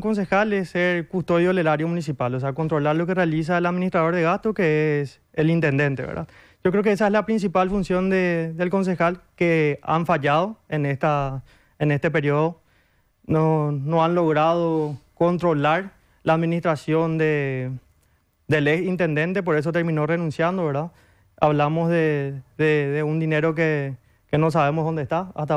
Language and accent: Spanish; Asunción, Paraguay; Yo soy asunceno, nacido, criado acá